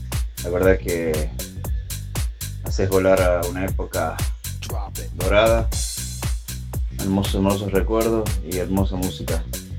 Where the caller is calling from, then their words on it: Tucumán, Argentina; de Tucumán, Argentina.